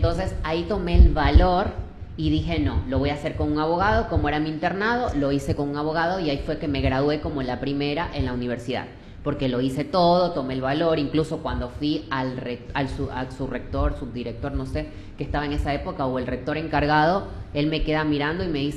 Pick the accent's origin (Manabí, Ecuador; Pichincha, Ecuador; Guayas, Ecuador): Manabí, Ecuador; Manta; Soy de Manabí, de Manta.